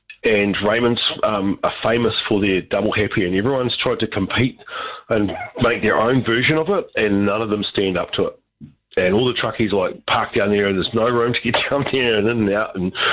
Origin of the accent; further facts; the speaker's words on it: Invercargill, Southland, New Zealand; I've had a couple of Southland cheese rolls in my life growing up in Invercargill